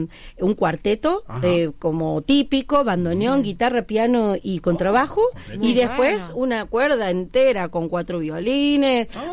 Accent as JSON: {"language": "Spanish", "town": "Cruz del Eje", "region": "Córdoba", "country": "Argentina", "tie": "born there", "said": "se vino a vivir a Cruz del Eje. Entonces, por eso yo nazco en Cruz del Eje."}